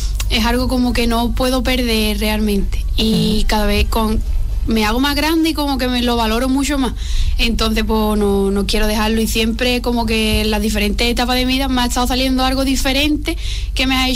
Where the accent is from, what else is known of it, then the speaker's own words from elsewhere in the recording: Arcos de la Frontera, Andalusia, Spain; somos de pueblos diferentes, de Espera, y Íñigo y yo somos de aquí de Arco